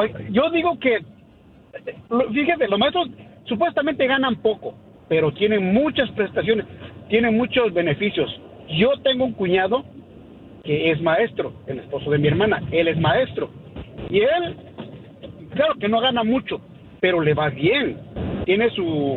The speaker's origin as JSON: {"language": "Spanish", "region": "Oaxaca", "country": "Mexico", "said": "yo también soy troquero y soy de Oaxaca"}